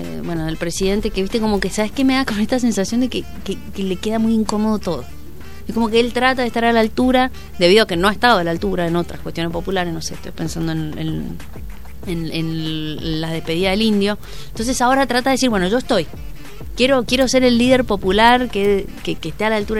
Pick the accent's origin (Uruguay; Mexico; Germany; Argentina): Argentina; somos un país tremendamente futbolero